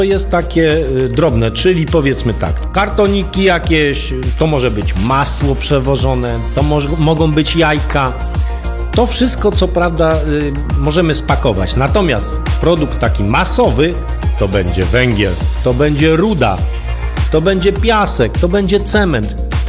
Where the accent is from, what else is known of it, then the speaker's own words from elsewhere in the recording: Stalowa Wola, Subcarpathian Voivodeship, Poland; ja pochodzę ze Stalowej Woli